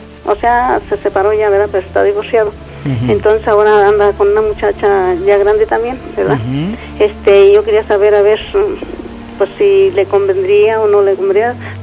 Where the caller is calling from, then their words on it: San Agustín, Mexico; Acá, de San Agustín.